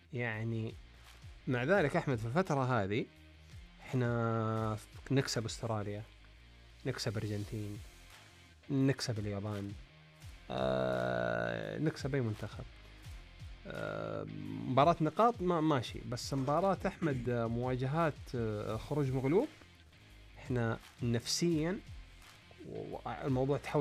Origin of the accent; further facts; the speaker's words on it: Saudi Arabia; إحنا اليوم كسعوديين